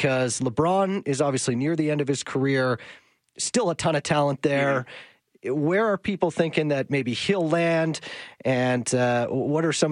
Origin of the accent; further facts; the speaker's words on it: Canada; being Canadian